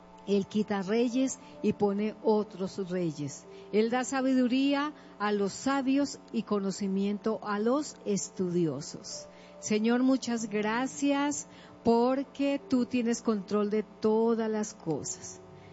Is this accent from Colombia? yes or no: yes; Colombia; nosotros somos como colombianos